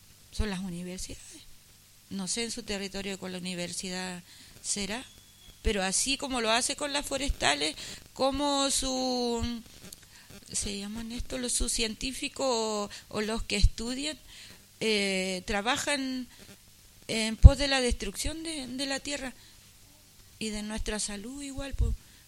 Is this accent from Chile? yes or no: yes; Penco, Biobío, Chile; yo nací acá. Yo nací aquí en Penco, crecí.